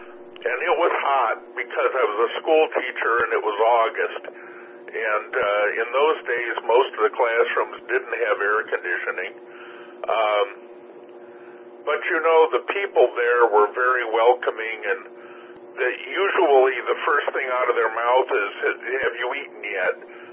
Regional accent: Niles, Michigan, United States; moved away as an adult; also born or lived in Interlochen, Michigan / Ithaca, New York; now in Del Rio, United States; I grew up in southern Michigan, just a place called Niles. It's just north of South Bend. Went to high school up by Traverse City, a place called Interlochen, college in Ithaca, New York

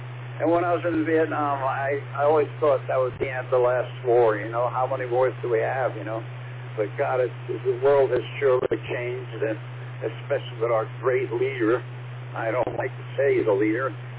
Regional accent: Brooklyn, New York, United States; born there; and I was born in Brooklyn, New York, so I've been around quite a bit

